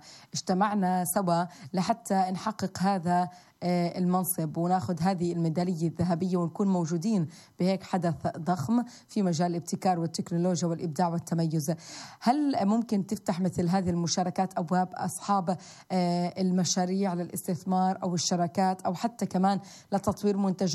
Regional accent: Palestine

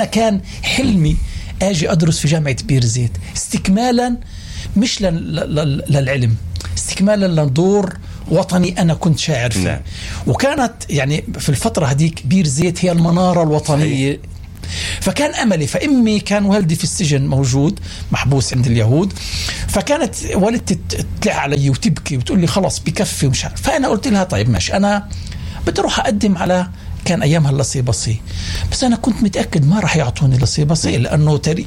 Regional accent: Gaza, Gaza Strip, Palestine; moved away as an adult; also born or lived in Bulgaria / Russia

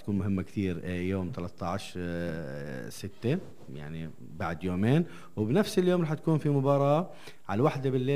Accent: Palestine; احنا كفلسطينيين

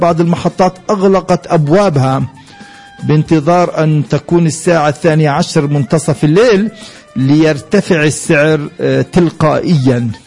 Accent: Palestine; لأننا نحن في فلسطين

